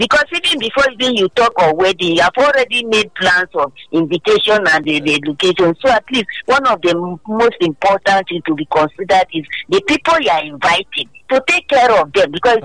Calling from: Ayobo, Lagos, Nigeria; From Ayobo.

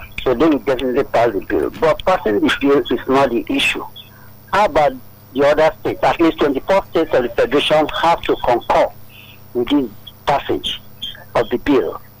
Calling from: Lagos, Nigeria; I'm calling from Abaoje in Ikotun.

